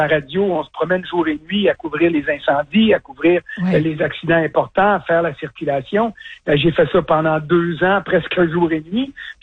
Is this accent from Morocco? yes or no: no; Sherbrooke, Quebec, Canada; moi j'ai grandi à Sherbrooke et puis mes parents, mon père est déménagé à Québec, il avait été recruté par l'Université Laval.